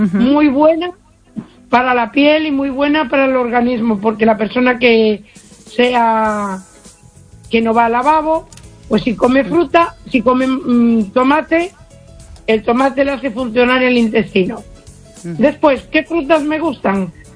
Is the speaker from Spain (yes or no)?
yes; A Coruña, Galicia, Spain; also born or lived in Uruguay; Porque en mi país, yo soy uruguaya, aunque me crié en La Coruña, y antiguamente la fruta aquí era madura.